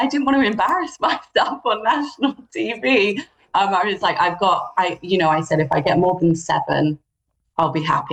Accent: London, United Kingdom; Well, I grew up in London, love TFL, have always loved the design.

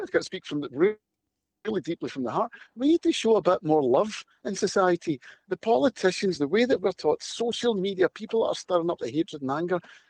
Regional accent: Glasgow, Scotland, United Kingdom; Listen, I was born in Glasgow, lived here all my life. I've raised a family here. I love the city. I'm proud to be Scottish.

